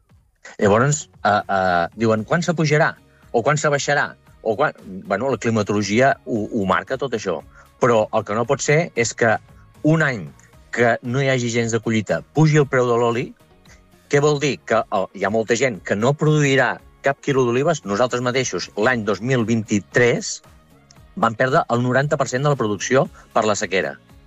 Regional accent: La Bisbal del Penedès, Catalonia, Spain; De la Bisbal del Penedès.

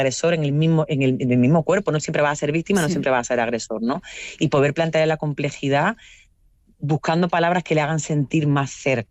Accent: Andalusia, Spain; si yo soy blanca, pero yo soy andaluza, no soy catalana, ni soy vasca, es decir, el norte del mismo país tiene un lugar que no tiene mi acento

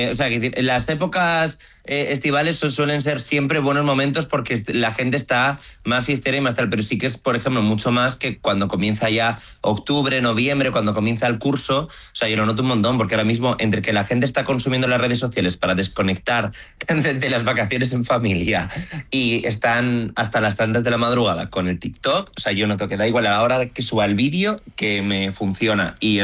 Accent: Santander, Cantabria, Spain; A ver, verdad que yo soy de Santander y las olas del mar Cantábrico para hacer surf son

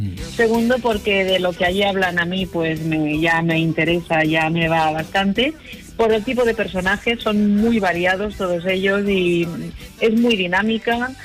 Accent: Spain; en este país, que si desde siempre nos hubieran obligado, y yo no soy de inglés en el instituto, porque tengo 62 años

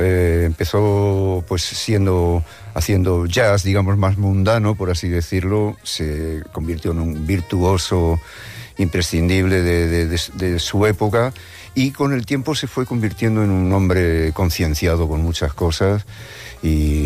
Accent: Madrid, Community of Madrid, Spain; born there; Sí, soy nacido en Madrid, cerca de Las Ventas.

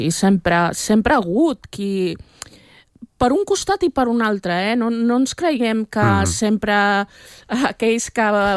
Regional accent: Catalonia, Spain; com a catalana, com a espanyola

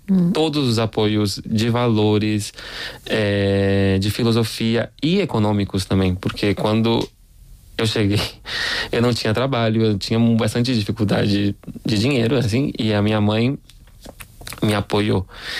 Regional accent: Rio Grande do Sul, Brazil; E uma coisa que eu levo, eu sou do Rio Grande do Sul, né? Então, tem muitas semelhanças entre a cultura gaúcha, a cultura do Pampa, com a Espanha.

